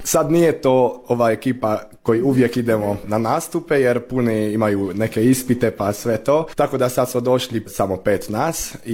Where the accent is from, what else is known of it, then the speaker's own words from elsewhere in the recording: Kiszsidány, Vas, Hungary; first language Croatian; došli smo iz Hrvatskog Židana.